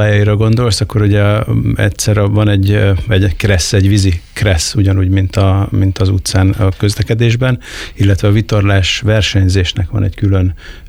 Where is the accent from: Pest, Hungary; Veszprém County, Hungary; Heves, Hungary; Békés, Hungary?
Veszprém County, Hungary; Balatonfüred; én Veszprémben születtem, és balatonfüredi lakos vagyok születésem óta, és általános iskolás koromban szerettem bele a vitorlázásba, a sporttagozatos osztályba jártam a balatonfüredi Radnóti Miklós általános iskolába